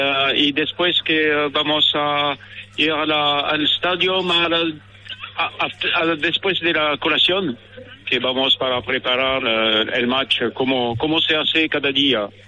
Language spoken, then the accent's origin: Spanish; France; Spanish is a second language; Soy francés.